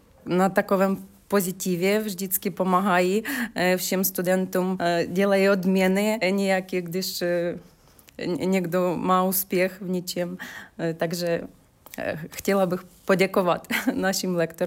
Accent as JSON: {"language": "Czech", "country": "Ukraine", "second_language": "Czech", "lives_now": "Czech Republic", "said": "No, my jsme Ukrajinci, všichni víme o tom, že tady v integračním centru je ten jazykový kurz."}